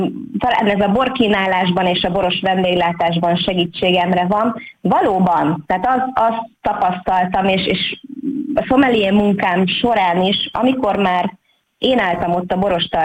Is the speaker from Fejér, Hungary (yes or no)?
yes; Pázmánd, Fejér, Hungary; Igen, én itt születtem Pázmándon, és ugye hagyományosan nem csak az én családomnak, a férjem családjának is, itt a pázmándi embereknek hagyományosan ez a háztáji szőlőművelés